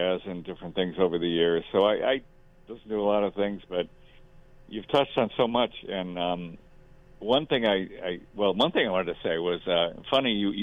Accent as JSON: {"language": "English", "town": "Chicago", "region": "Illinois", "country": "United States", "tie": "born or raised there", "said": "I grew up in Chicago."}